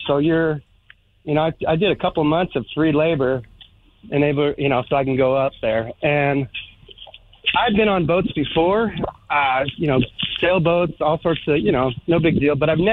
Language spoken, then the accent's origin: English; Seattle, Washington, United States; I grew up in Ballard in the 80s. I've told you guys that.